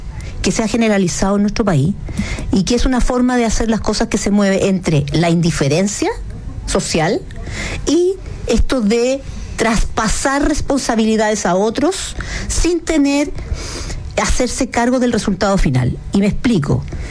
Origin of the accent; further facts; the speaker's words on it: Chile; Yo creo que como chilenos podemos tener miles de desacuerdos políticos, económicos, de formas de estilo, de vida